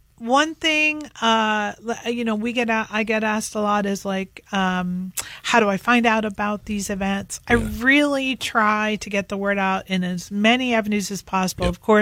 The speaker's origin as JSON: {"language": "English", "region": "Northeast", "country": "United States", "moved": "yes", "said": "we're from the Northeast."}